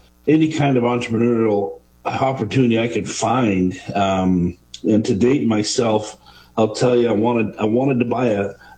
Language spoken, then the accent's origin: English; Seattle, Washington, United States; I grew up in the Seattle area